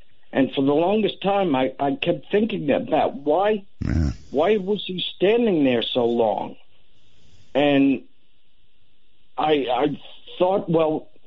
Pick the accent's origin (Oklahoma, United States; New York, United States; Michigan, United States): Oklahoma, United States; Norman; I'm from Norman, Oklahoma, which is about 30 miles south of Oklahoma City.